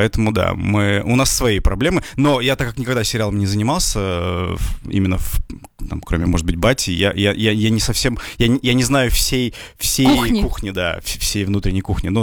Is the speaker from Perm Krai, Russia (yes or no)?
yes; Kudymkar, Perm Krai, Russia; moved away; я из Кудымкара. Вот, собственно, они наш как бы говор пародировали, когда выступали.